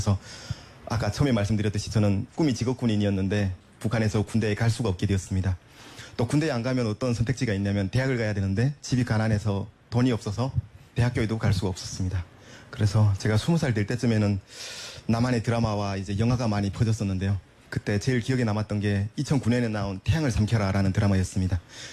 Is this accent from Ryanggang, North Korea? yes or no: yes; Hyesan, Ryanggang, North Korea; moved away as an adult; now in South Korea; 저는 양강도 해산시라는 곳에서 평범한 노동자 가정의 외아들로 태어났습니다.